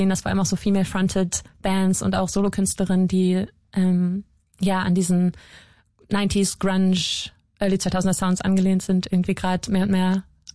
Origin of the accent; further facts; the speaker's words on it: Hildesheim, Lower Saxony, Germany; now in Hamburg, Germany; Ursprünglich komme ich aus der Nähe von Hannover.